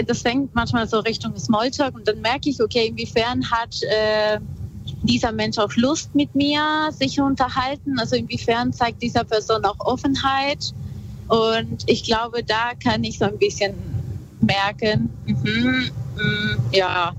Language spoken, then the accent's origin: German; northern Peru, Peru; Ich bin ein bisschen nördlich, komme ursprünglich aus Peru. Ich bin im Norden von Peru aufgewachsen und da gab es ja viel Natur